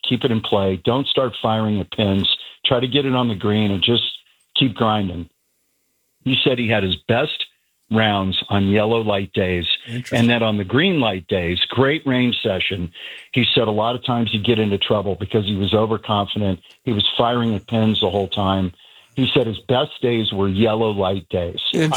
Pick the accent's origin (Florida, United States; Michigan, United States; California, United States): California, United States; Bay Area; I grew up in the Bay Area